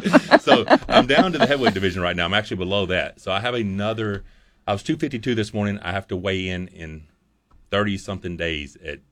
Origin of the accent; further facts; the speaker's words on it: Arkansas, United States; to my hometown crowd in my home state